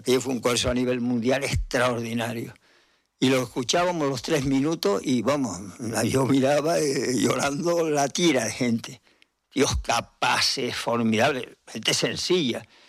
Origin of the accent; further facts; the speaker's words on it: Guatiza, Canary Islands, Spain; Está ahí al ladito de donde yo nací, ¿eh? En Guatiza.